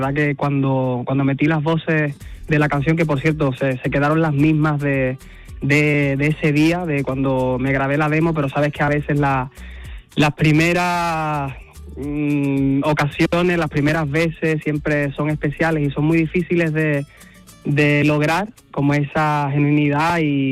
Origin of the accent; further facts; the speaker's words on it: Andalusia, Spain; moved away; Me apetece un montón, además, bajarme a mi tierra, ¿no? Andalucía